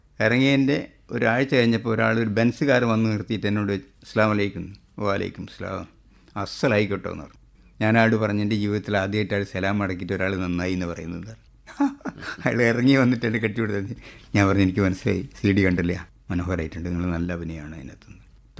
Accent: Kozhikode, Kerala, India; ഞാൻ പറഞ്ഞു സാറേ ഞാൻ കോഴിക്കോടുകാരനാണ്, കോഴിക്കോടിൻ്റെ ഒരു മുസ്ലിം കഥാപാത്രമാണോ വേണ്ടത്

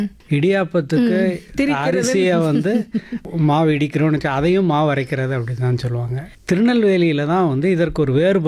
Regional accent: Chennai, Tamil Nadu, India; also born or lived in Gudiyattam; நான் பிறந்த ஊர் வந்து வேலூர் மாவட்டத்தில், அதாவது பழைய வடஆர்காடு மாவட்டத்தில் இருக்கக்கூடிய குடியாத்தம் என்கின்ற ஊர். அங்கே பிறந்து நான் ஒரு 6 மாத குழந்தையாக நாங்கள் சென்னைக்கு வந்துட்டோம்.

